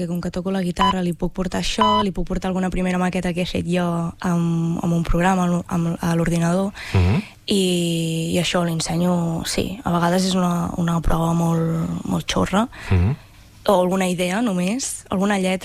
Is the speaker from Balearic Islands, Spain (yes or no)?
no; Ribes de Freser, Catalonia, Spain; Sí, jo vaig néixer a Ribes i vaig estar a Ribes fins que vaig anar a fer el batxillerat a Vic, el batxillerat artístic, i després ja vaig començar a estudiar la carrera i me'n vaig anar fora.